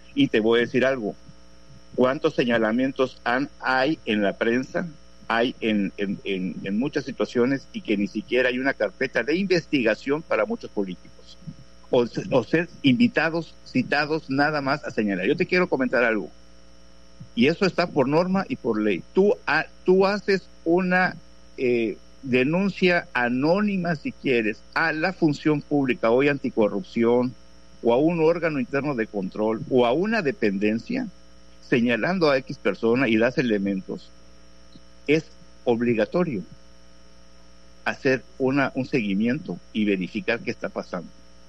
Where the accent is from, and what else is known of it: Mexico